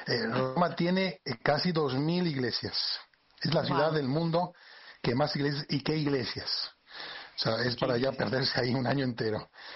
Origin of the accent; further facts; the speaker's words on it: Spain; now in Mérida, Mexico; Yo soy español, aunque vivo aquí en México.